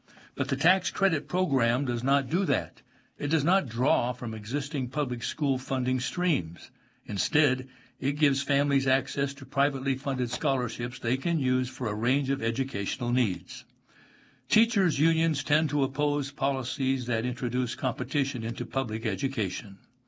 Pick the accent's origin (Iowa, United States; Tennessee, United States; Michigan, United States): Michigan, United States; Take my home state of Michigan.